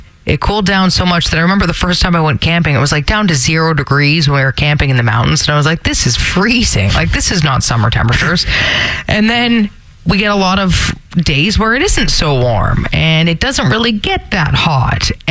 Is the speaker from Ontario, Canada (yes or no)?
yes; Brampton, Ontario, Canada; moved away; Where I grew up in Brampton, it was so warm in the winter